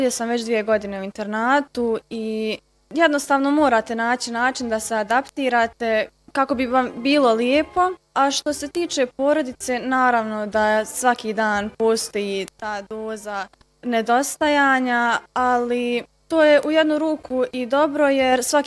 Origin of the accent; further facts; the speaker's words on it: Bosanska Otoka, Federation of Bosnia and Herzegovina, Bosnia & Herzegovina; imam 17 godina, dolazim iz Bosanske Otoke. To je mjesto na rijeci Uni koje pripada gradu Bosanska Krupa